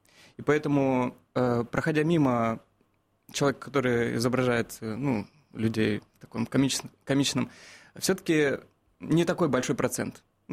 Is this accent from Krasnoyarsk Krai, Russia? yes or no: yes; Krasnoyarsk, Krasnoyarsk Krai, Russia; moved away; Я выходец из Красноярска